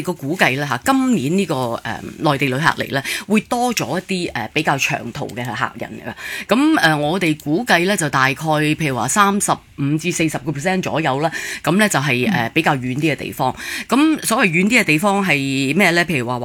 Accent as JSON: {"language": "Cantonese", "country": "Hong Kong", "said": "我哋香港人"}